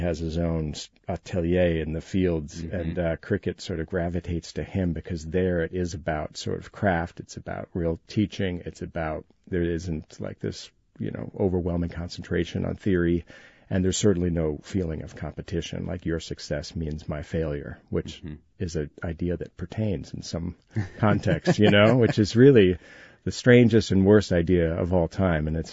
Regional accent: Chicago, Illinois, United States; growing up in Chicago

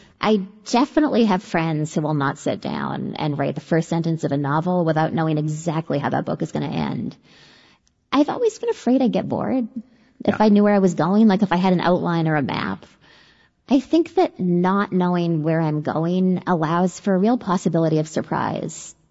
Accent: Denman Island, British Columbia, Canada; I think maybe as a function of growing up in a small place, and I'm from Denman Island, British Columbia. It's about 1,000 people.

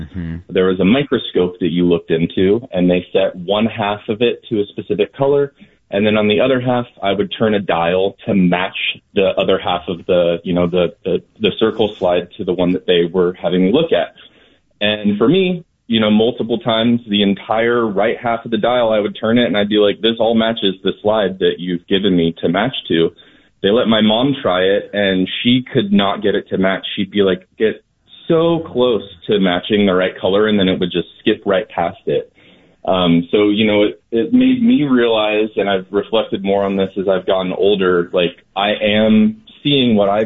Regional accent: Sacramento, California, United States; Anyway, I grew up in Sacramento, and my mother worked at UC Davis Hospital

